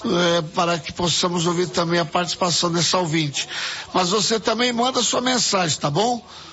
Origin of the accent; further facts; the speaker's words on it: Guarujá, São Paulo, Brazil; moved away; Eu sou do litoral, sou lá do Guarujá. Pérola do Atlântico.